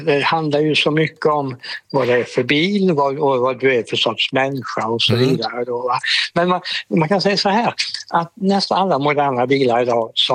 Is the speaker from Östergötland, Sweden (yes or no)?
no; Sävsjö, Jönköping County, Sweden; born or raised there